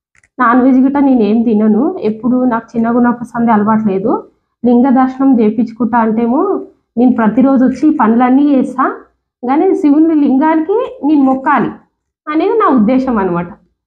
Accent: Karnataka, India; అంటే మాది కర్ణాటక అని చెప్పిన నేను.

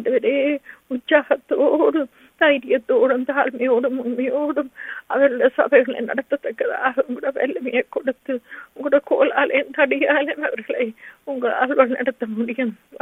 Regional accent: Sri Lanka; moved away; ஆண்டவரே நாங்க பிறந்து வளர்ந்த அந்த தேசத்துக்காக உங்களை வருகிறோம்.

